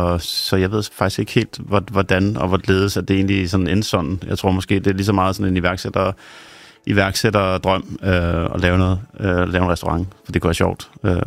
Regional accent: Rønne, Capital Region of Denmark, Denmark; born there; Det er i Rønne

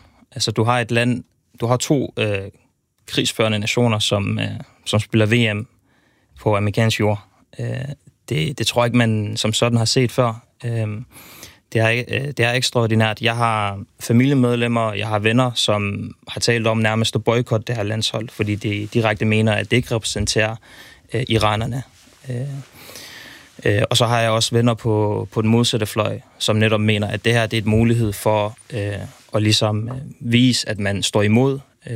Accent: Iran; derfor er det også utrolig svært som en iraner, der forsøger at følge med på begge sider

